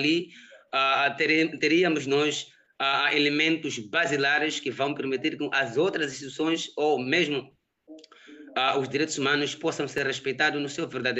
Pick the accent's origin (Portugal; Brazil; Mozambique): Mozambique